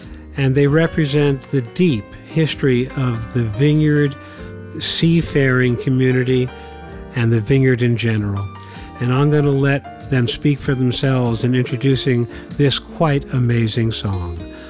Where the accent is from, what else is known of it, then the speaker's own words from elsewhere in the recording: Queens, New York, United States; born there; I was born in Astoria.